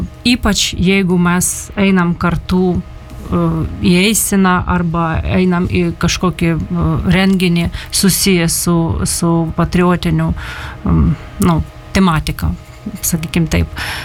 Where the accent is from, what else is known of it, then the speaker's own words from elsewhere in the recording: Cherkasy, Cherkasy Oblast, Ukraine; now in Lithuania; Aš pati iš Čerkasų atvažiavau ir ten daug, daug parašiau, įrašiau medžiagos.